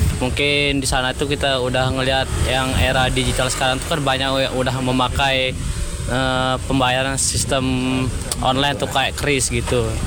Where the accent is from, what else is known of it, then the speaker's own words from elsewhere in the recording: East Lombok, West Nusa Tenggara, Indonesia; asli Lombok Timur.